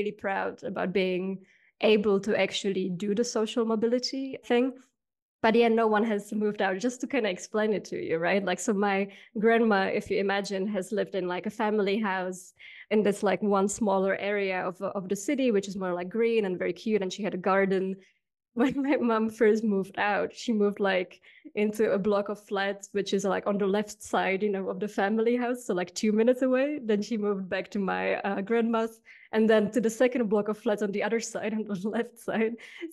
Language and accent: English; Ostrava, Moravian-Silesian Region, Czechia; born or raised there; moved away